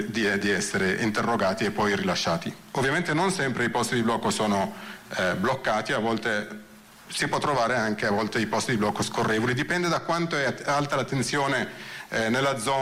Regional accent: Palestine; Italian is a second language; mi ha chiesto, mi ricordo, di dove sei, io gli ho detto sono palestinese, e la risposta non gli è piaciuta

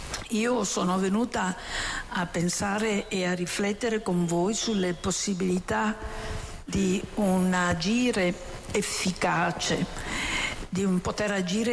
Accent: Vicenza, Veneto, Italy; now in Milan, Italy; alla periferia della mia città natale, io vivo a Milano ma sono originaria di Vicenza

